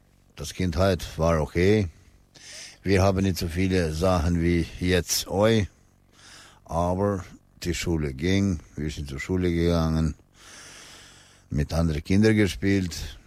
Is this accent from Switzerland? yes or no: no; Kosovo; moved away as an adult; now in Germany; Ich bin geboren in Kosovo.